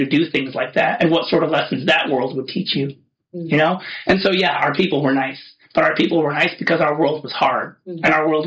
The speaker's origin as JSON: {"language": "English", "country": "United States", "said": "being an American"}